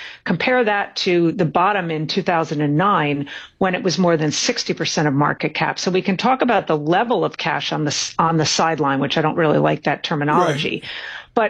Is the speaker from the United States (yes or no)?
no; Norway; I went to my home country, Tom. I went to Norway.